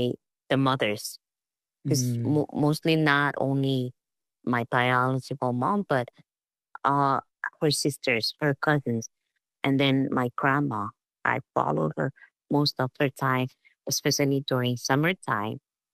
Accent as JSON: {"language": "English", "region": "Chuuk", "country": "Micronesia", "tie": "born or raised there", "said": "Well, the name Peacebuttle, and that's where I grew up with my family, and it's a small island."}